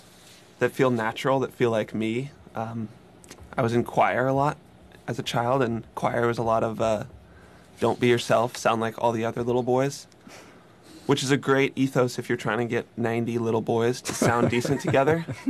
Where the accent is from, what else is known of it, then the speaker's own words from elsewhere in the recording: San Francisco, California, United States; now in West Marin, United States; I grew up in San Francisco, just an hour away.